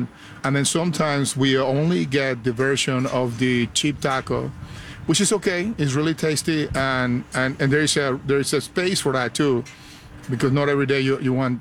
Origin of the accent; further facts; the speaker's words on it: northern Mexico, Mexico; Well, you know, you will be surprised because, like I'm telling you, we're from the north. So we're 2 hours from Laredo, Texas.